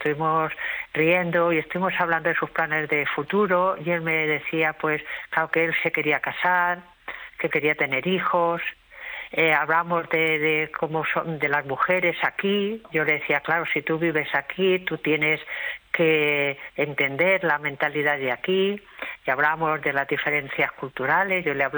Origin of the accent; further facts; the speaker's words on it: Badalona, Catalonia, Spain; yo volví a Badalona, yo soy de Badalona, pero he estado muchos años viviendo fuera de Badalona